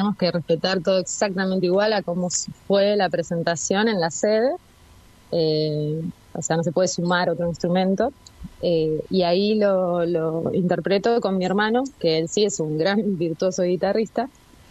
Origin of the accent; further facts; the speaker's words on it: Trelew, Chubut, Argentina; moved away; also born or lived in Buenos Aires; Estudié piano clásico durante 7 años, o sea, con profesora particular, con Nelly Calles, en Trelew. Y después me fui a Buenos Aires